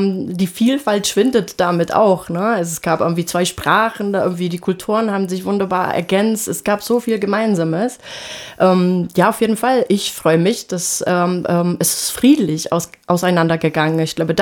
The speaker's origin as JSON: {"language": "German", "town": "Ostrava", "region": "Moravian-Silesian Region", "country": "Czechia", "moved": "yes", "said": "Ich komme aber auch aus dem Dreiländereck, darf man nicht vergessen. Ich komme aus Ostrava, da war das für mich selbstverständlich. In die Slowakei ist es nicht, weil... Und wir haben polnisches Fernsehen geguckt, also haben wir auch Polnisch verstanden."}